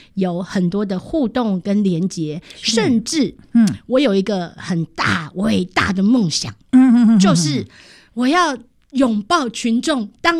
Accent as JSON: {"language": "Chinese", "country": "Taiwan", "tie": "born or raised there", "said": "我应该在我在一个就是眷村里面长大的，"}